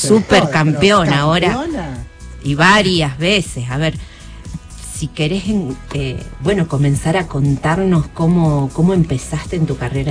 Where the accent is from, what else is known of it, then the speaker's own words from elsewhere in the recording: Santo Tomé, Santa Fe, Argentina; orgullosamente santotomesina, que yo soy de Santo Tomé